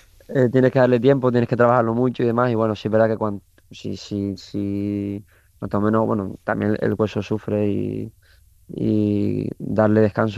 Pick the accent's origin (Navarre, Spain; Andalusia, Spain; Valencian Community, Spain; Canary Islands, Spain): Canary Islands, Spain; also born or lived in Madrid; now in A Coruña, Spain; yo al final soy canario